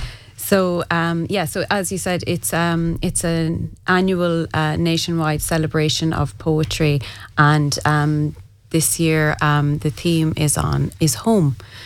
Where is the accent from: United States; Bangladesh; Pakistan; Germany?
Germany; Tommy, so I'm from Germany.